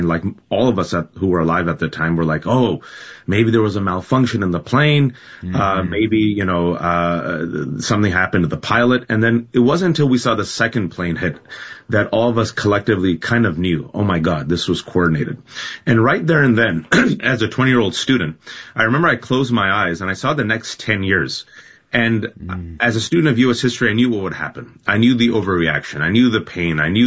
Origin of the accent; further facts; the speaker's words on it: Bay Area, California, United States; born and raised in the Bay Area to Pakistani Muslim immigrant parents